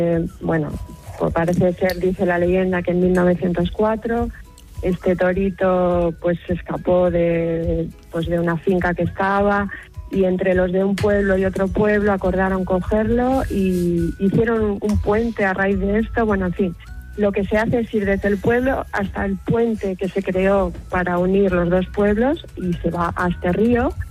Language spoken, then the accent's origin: Spanish; Valderrodrigo, Castile and León, Spain; now in San Sebastián, Spain; aunque llamo desde San Sebastián, yo quiero compartir la fiesta de mi pueblo, de Valderrodrigo, que es un pueblo muy pequeño de Salamanca, al oeste de Salamanca